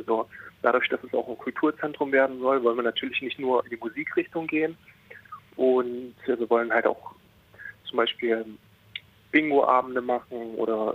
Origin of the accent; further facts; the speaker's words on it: Bitterfeld-Wolfen, Saxony-Anhalt, Germany; und wir sind ja hier aus Bitterfeld-Wolfen